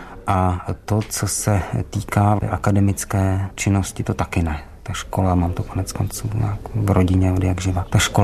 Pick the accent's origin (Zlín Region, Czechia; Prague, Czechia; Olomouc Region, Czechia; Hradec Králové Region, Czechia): Hradec Králové Region, Czechia; Nové Město nad Metují; No, já jsem z Nového Města nad Metují, tak to je tam v tom centru. To Náchodsko, Hronov, všechno tohleto, tam Čapkové.